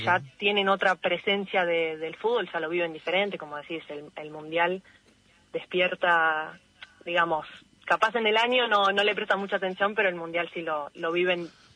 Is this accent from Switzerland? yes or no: yes; Geneva, Switzerland; Yo de chica, ya te digo, en Suiza, que pude arrancar a los 8 o 9 años, en un club de barrio, obviamente, éramos un equipo de toda la zona, creo que era uno de los equipos, éramos dos equipos de escuelita femenino en todo Ginebra